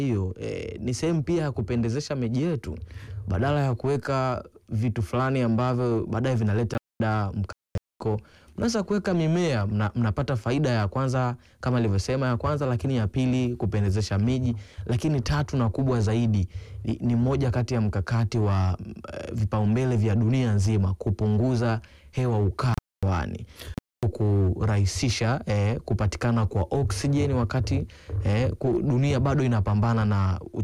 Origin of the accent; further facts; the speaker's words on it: Rukwa, Tanzania; moved away; kule kwetu Rukwa Makoe